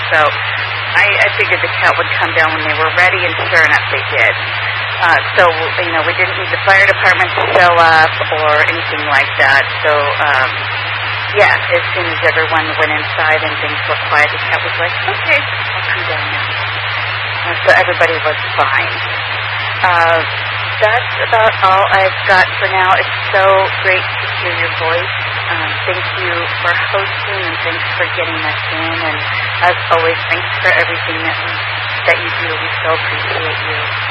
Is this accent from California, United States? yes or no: yes; Bishop, California, United States; also born or lived in Big Pine / Ridgecrest; I grew up all along 395. I was born in Bishop, and I lived there for a bit. We lived in Big Pine, and we lived in Ridgecrest as well.